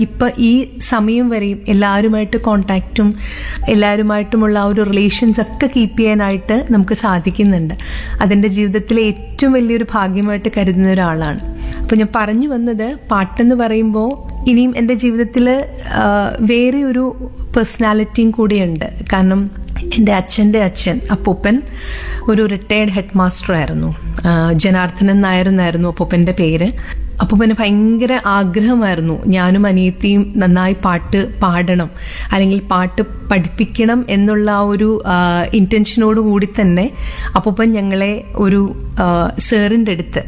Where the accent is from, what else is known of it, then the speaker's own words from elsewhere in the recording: Mavelikkara, Kerala, India; now in Aluva, India; എൻ്റെ നാട്, ഞാൻ ജനിച്ചു വളർന്ന സ്ഥലം എന്ന് പറയുന്നത് മാവേലിക്കരയാണ്. ആലപ്പുഴ ജില്ലയിലെ മാവേലിക്കര എന്ന് പറയുന്ന സ്ഥലത്താണ് ഞാൻ ജനിച്ചു വളർന്നത്.